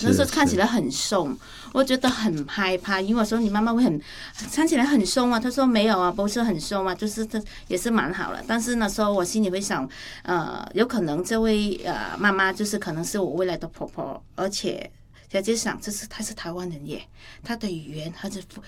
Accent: Vietnam; moved away as an adult; now in Taiwan; 我们越南人是比较喜欢吃辣和酸的食物

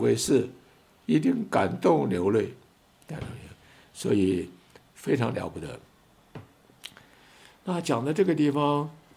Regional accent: China; 我们中国

